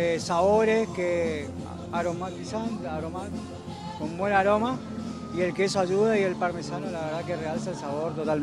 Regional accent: Argentina; moved away as an adult; now in Paraguay; Soy argentino.

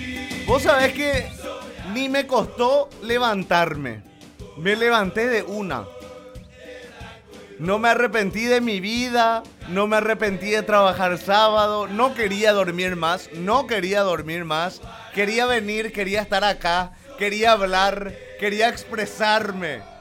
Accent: Paraguay

